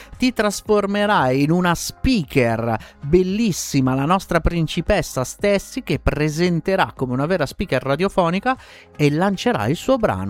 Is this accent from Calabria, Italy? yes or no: yes; Calabria, Italy